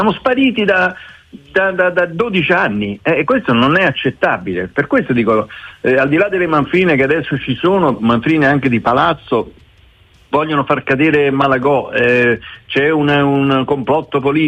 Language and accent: Italian; Naples, Campania, Italy; Io sono napoletano come te